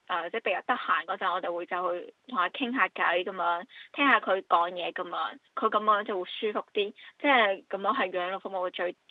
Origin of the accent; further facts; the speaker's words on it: Shenzhen, Guangdong, China; moved away; also born or lived in Hong Kong; 因為我本身小時候就是深圳那邊的，後面才來了香港，所以我的普通話和粵語都是 OK